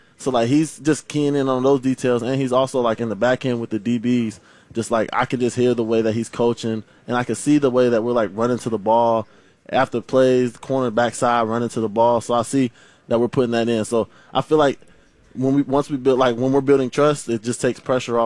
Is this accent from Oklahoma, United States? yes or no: no; Louisville, Kentucky, United States; Louisville, Kentucky.